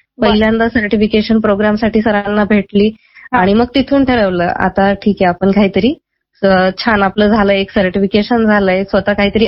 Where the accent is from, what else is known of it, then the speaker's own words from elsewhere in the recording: Nashik, Maharashtra, India; मी मूळची नाशिकचीच आहे.